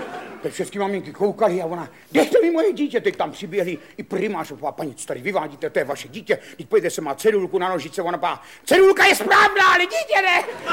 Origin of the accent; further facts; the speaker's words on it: Ivančice, South Moravian Region, Czechia; also born or lived in Hostěnice; Já jsem se narodil v Ivančicích, mě nerodila porodní bába, my jsme s ní nevycházeli. Tak tam byly jistý obavy, a tak jsem se narodil v porodnici a v těch Ivančicích jsem prožíval velký kus svého mládí.